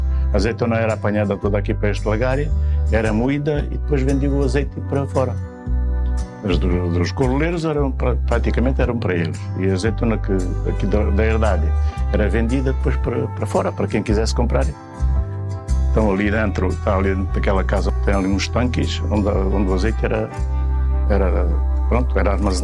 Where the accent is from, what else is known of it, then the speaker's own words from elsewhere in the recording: Ervidel, Alentejo, Portugal; sou natural de Ervidel, sempre tenho vivido em Ervidel e tenho 69 anos.